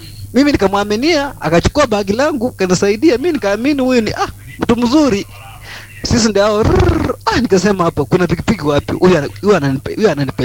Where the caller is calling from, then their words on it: Kitengela, Kajiado County, Kenya; kutoka maeneo ya Kitengela.